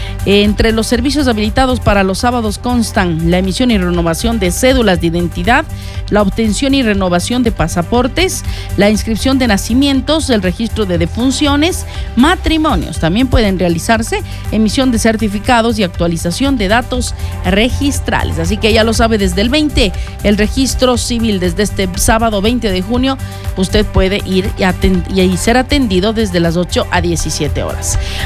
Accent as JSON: {"language": "Spanish", "region": "Imbabura", "country": "Ecuador"}